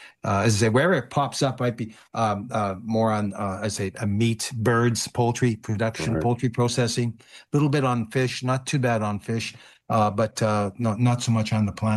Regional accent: Western Canada, Canada; I am, as a Canadian.

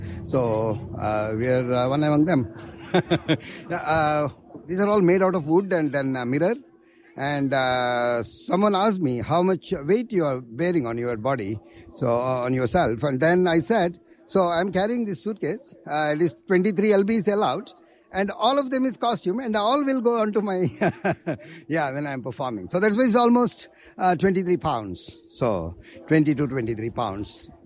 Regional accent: Karnataka, India; We are from India. There is a state called Karnataka.

